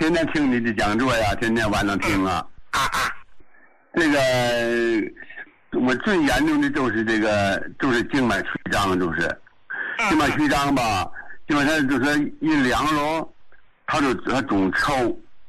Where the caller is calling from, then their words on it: Qinhuangdao, Hebei, China; 我是那个秦皇岛的。